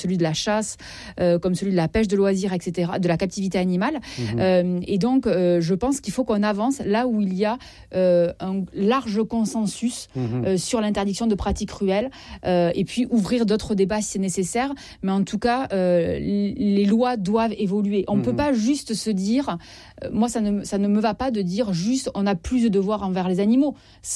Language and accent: French; South-West France, France; Je suis du Sud-Ouest.